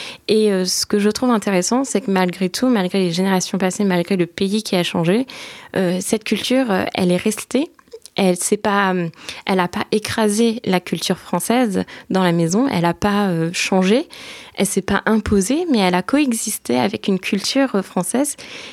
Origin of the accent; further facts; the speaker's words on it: Turkey; moved away; dans la culture où j'ai grandi, en fait, dans mon pays d'origine qui est la Turquie